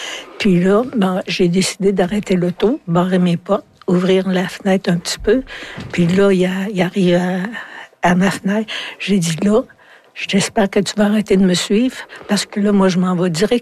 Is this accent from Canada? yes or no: yes; Quebec, Canada; Mais tu sais, je viens de l'Abitibi, puis je suis...